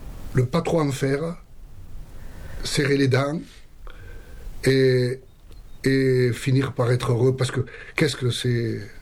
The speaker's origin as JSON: {"language": "French", "country": "France", "tie": "born there", "said": "ces 28 villages, ces Baronnies, c'est ma jeunesse. J'ai fait beaucoup de choses quand j'étais jeune dans les Baronnies, dans les balles, là j'y allais en mobylette."}